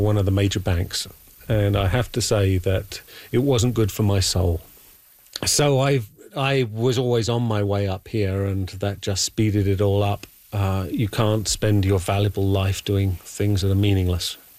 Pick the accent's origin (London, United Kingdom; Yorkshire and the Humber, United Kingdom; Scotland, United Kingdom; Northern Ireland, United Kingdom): London, United Kingdom; You know, when I was 7 years old, you can tell from my accent, I grew up in London, England, and we had a little house there in the urban center of the great old decaying British Empire.